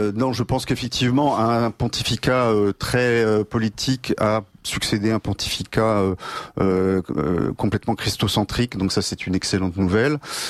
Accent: Normandy, France; je suis normand moi-même.

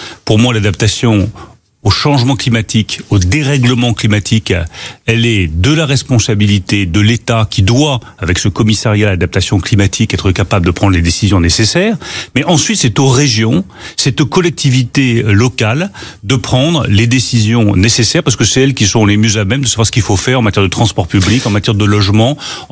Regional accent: France

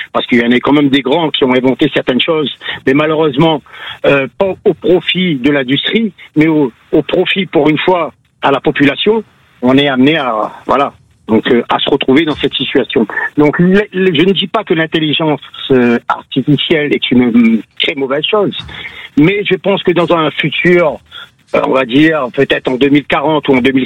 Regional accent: Réunion, France; now in Canet-en-Roussillon, France; Moi, je viens de l'île de la Réunion. Ça fait pas longtemps que je suis ici. Je suis sur Canet en Roussillon.

